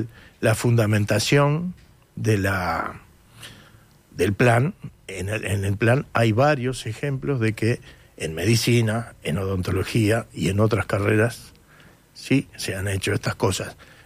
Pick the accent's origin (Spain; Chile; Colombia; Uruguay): Uruguay; Lavalleja; yo soy del departamento de La Valleja.